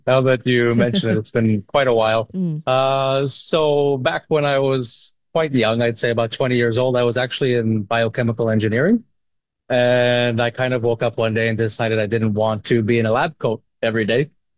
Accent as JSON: {"language": "English", "town": "Montreal", "region": "Quebec", "country": "Canada", "tie": "born or raised there", "moved": "yes", "said": "the logo of Montreal, so my hometown"}